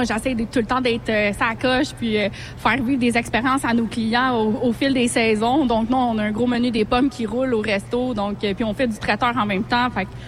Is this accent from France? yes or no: no; Mont-Saint-Hilaire, Quebec, Canada; Moi, j'ai grandi à Mont-Saint-Hilaire.